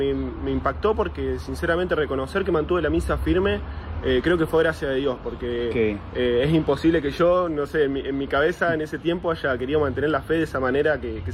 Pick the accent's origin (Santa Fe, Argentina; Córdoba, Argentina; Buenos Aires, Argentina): Santa Fe, Argentina; Cañada Rosquín; born there; also born or lived in Rafaela; yo soy oriundo de Cañar Rosquín, nací en Cañar Rosquín, un pueblo que está al medio de la provincia de Santa Fe, en el departamento San Martín. Nací ahí, bueno, me crié en Rafaela porque hasta los 8 años nos mudamos allá con mi familia.